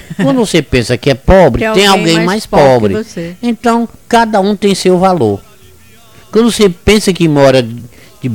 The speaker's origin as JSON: {"language": "Portuguese", "town": "Ipu", "region": "Ceará", "country": "Brazil", "tie": "born there", "said": "Aí é por isso que eu nasci em Ipu."}